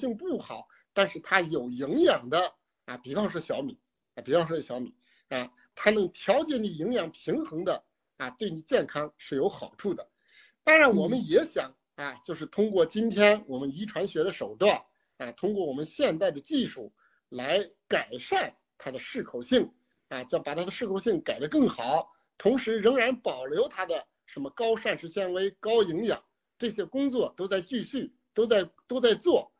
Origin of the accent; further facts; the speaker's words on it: China; 我们是中国人，人人要爱国